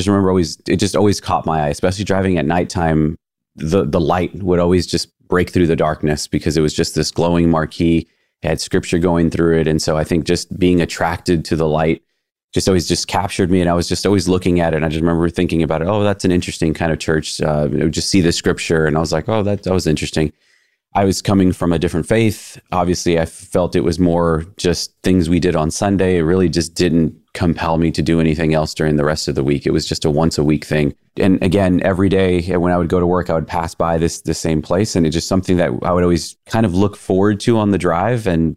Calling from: Austin, Texas, United States; I'm from Austin

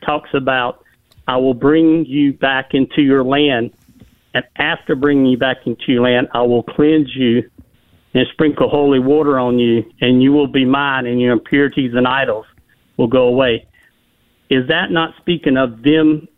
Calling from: Wilmington, North Carolina, United States; I'm down here on the coast in Wilmington.

